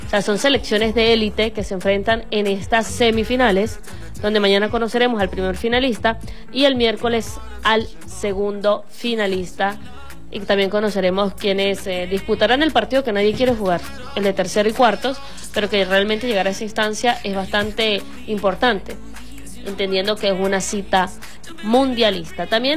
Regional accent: Venezuela; Señor, somos los venezolanos.

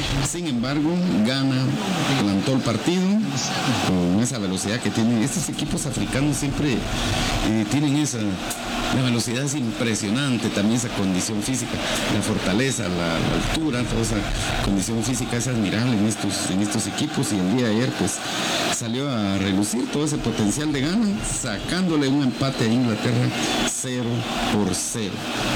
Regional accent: Guatemala; nosotros como guatemaltecos, como chapines

